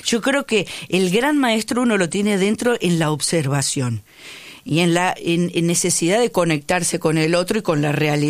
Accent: Buenos Aires, Argentina; born there; Yo de acá, nacida en Cava, en Capital

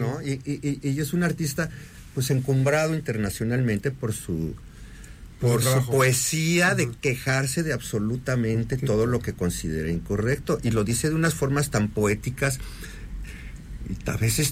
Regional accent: Mexico City, Mexico; cuando era chico en Coyoacán, había una frase enfrente de mi casa

